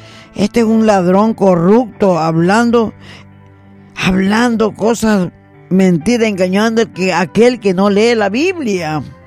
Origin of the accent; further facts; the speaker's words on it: El Salvador; de mi país, El Salvador